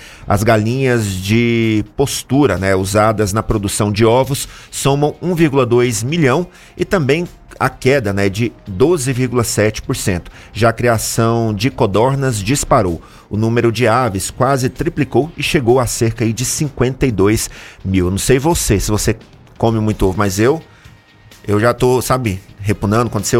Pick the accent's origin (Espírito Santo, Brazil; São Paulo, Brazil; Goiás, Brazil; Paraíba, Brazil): Goiás, Brazil; now in Federal District, Brazil; Porque eu sou do estado de Goiás, né?